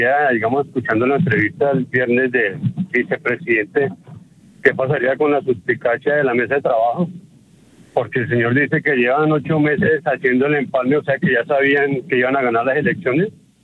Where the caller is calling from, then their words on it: Bogotá, Colombia; de aquí de Bogotá.